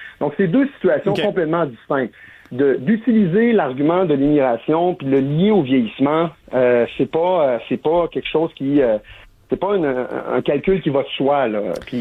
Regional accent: Quebec, Canada

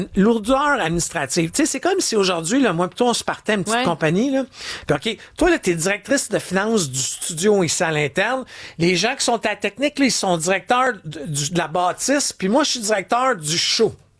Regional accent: Quebec, Canada; born there; moved away as an adult; also born or lived in Montreal; Là, j'ai grandi, je suis devenu adulte, j'ai voulu venir habiter à Montréal pour vivre le nightlife

